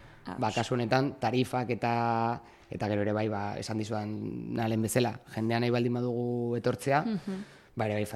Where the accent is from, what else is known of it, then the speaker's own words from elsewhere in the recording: Irun, Basque Country, Spain; baina Irundarra naiz, orain dela 10 urte